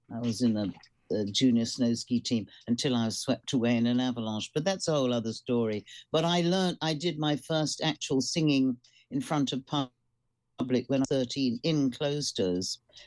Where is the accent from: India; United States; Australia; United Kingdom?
United Kingdom; London; And of course, I'm a Britisher, I'm a Londoner, and the early days in London were, it was just so full of blues.